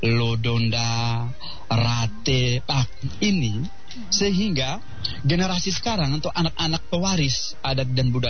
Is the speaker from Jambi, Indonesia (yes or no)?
no; Wulogai, East Nusa Tenggara, Indonesia; identitas kami sebagai masyarakat, masyarakat adat dan budaya suku Lio teristimewa kami orang Wulogai.